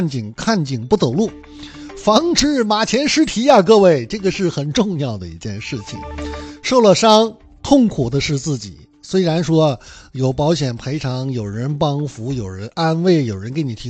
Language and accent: Chinese; Hainan, China; 咱们海南人